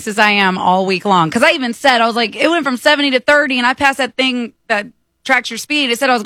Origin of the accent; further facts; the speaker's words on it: Michigan, United States; I'm from Michigan. I don't really know what to do.